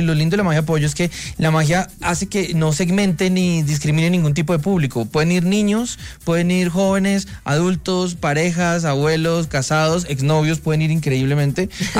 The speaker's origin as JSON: {"language": "Spanish", "country": "Colombia"}